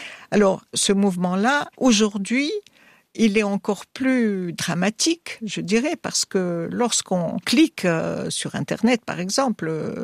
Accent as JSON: {"language": "French", "country": "Tunisia", "said": "Alors, il y a au Maghreb des jeunes qui ont considéré, alors chez nous en Tunisie, surtout après ce qu'on appelle la révolution de 2011"}